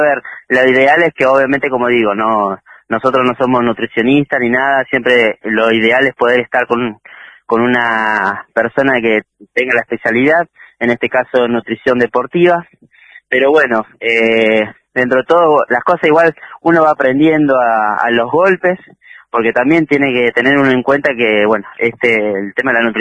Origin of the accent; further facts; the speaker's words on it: Río Mayo, Chubut, Argentina; los dos somos de Río Mayo, crecimos juntos, entrenábamos juntos